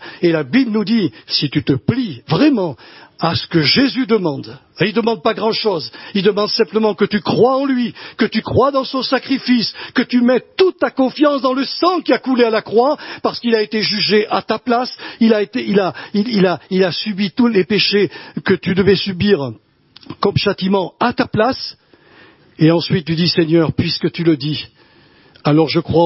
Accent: Nouvelle-Aquitaine, France; moved away; Moi, je fais partie de la Dordogne.

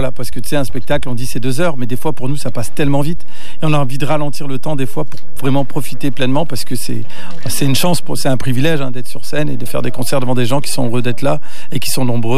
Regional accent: Roubaix, Hauts-de-France, France; Parce que moi je suis né, j'ai grandi à Roubaix. Donc à Roubaix, c'est une ville industrielle, une ancienne ville industrielle

